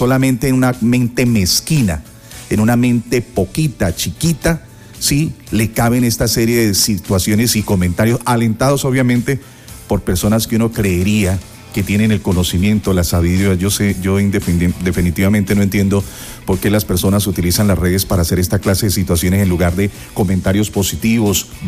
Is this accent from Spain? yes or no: no; Colombia; Y si hay algo que nos identifique independientemente de la manera de pensar, es que todos somos colombianos.